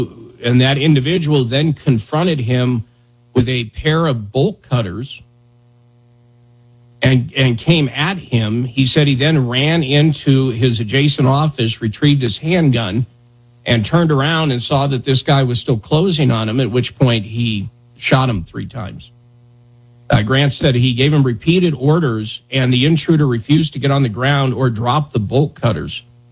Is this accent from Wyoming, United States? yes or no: yes; Wyoming, United States; pretty much the starter pack, if you bought a truck growing up in Wyoming, was you would buy the highway tires that were standard on it, right?